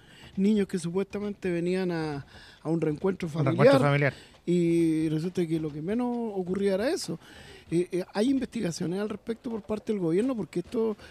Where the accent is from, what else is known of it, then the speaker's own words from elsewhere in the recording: Santiago, Santiago Metropolitan Region, Chile; moved away as an adult; yo soy santiaguino, llegué hace 26 años aquí